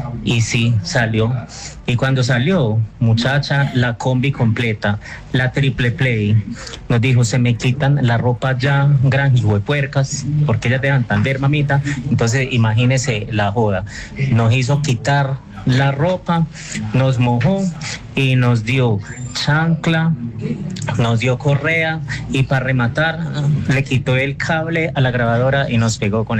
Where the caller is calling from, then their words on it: Medellín, Antioquia, Colombia; de Medellín.